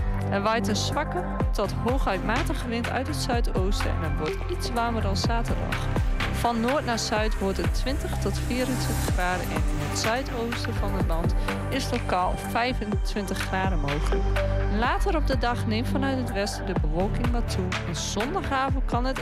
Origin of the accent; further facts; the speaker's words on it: Klazienaveen, Drenthe, Netherlands; Ja, ik kom uit Klasineveen zelfs.